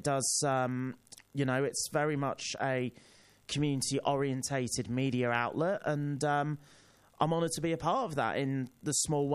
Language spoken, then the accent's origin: English; United Kingdom; moved away as an adult; now in Sydney, Australia; So I have, as you can tell by my accent, I'm not from Australia, I'm from the UK. I came here in 2022 to do a Master of Media Practice at the University of Sydney.